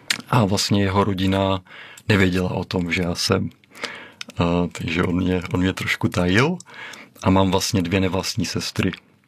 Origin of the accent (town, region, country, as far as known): Moravian-Silesian Region, Czechia